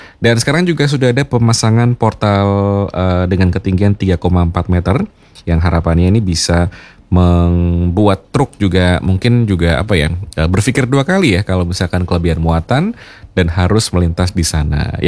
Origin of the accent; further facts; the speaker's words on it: Semarang, Central Java, Indonesia; sebagai orang Semarang